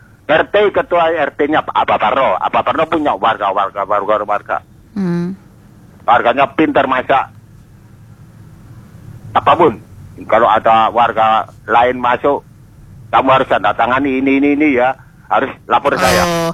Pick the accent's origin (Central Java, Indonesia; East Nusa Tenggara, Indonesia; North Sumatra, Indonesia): Central Java, Indonesia; Saya tuh orang asli Jawa Tengah, mau beli nggak ada, apalagi kamu orang Jawa Timur katanya.